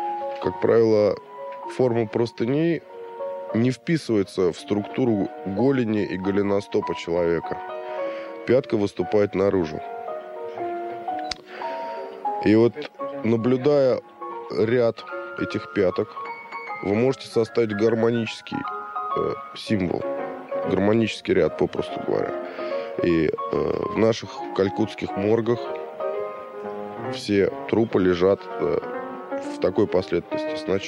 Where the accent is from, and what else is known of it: India